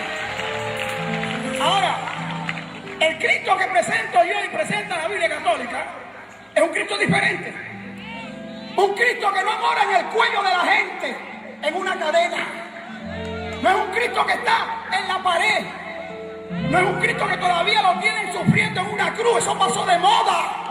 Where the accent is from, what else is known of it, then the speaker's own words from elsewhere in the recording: Puerto Rico; Yo vengo de, soy nacido en Puerto Rico, pero de sangre italiana, o sea … Pero yo soy más puertorriqueño que el arroz y los frijoles, ¿ok? 100% boricua.